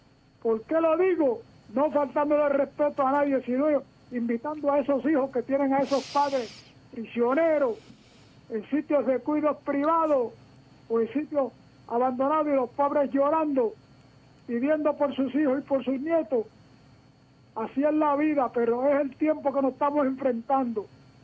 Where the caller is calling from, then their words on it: Carolina, Puerto Rico; de Carolina.